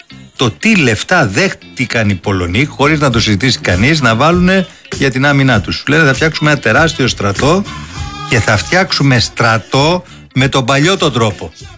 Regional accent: Greece

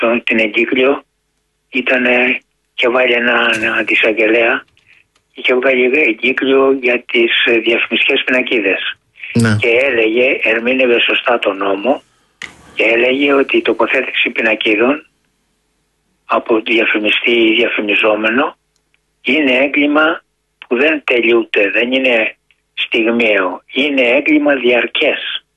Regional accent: Peloponnese, Greece; που είναι από την πατρίδα μου κάτω από τη Γουρτινία

